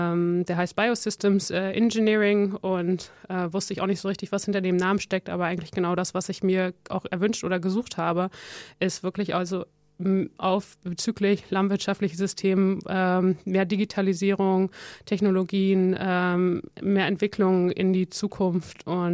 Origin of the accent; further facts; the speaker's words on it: Netherlands; moved away; also ich komme ja ursprünglich aus den Niederlanden, habe dann aber gedacht, nee, das bin ich jetzt so lange raus, vielleicht kriege ich das auch gar nicht hin.